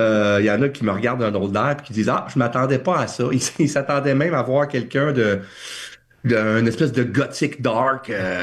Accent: Drummondville, Quebec, Canada; moved away as an adult; Je suis à Drummondville jusqu'à l'université, en fait, donc jusqu'à peu près 19 ans. Dans ce coin-là. Puis j'y retourne encore assez souvent parce que mes parents habitent là, ma sœur habite là. Dans tous mes romans, je parle de Drummondville parce que oui, c'est une façon de rendre hommage à ma ville natale.

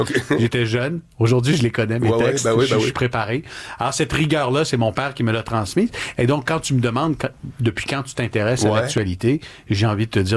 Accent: Montreal, Quebec, Canada; Non, mais moi, je viens de Rosemont.

